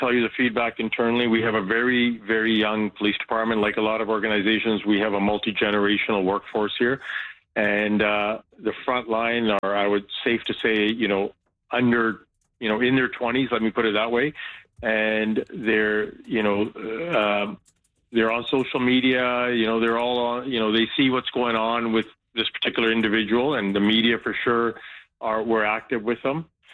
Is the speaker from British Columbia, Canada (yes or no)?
yes; Vancouver, British Columbia, Canada; I grew up in Vancouver, served Vancouver, and it's the best city in the world